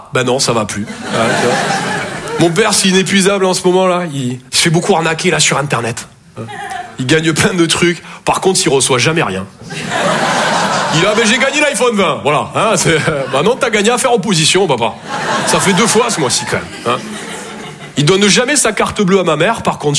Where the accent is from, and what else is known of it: Toulouse, Occitanie, France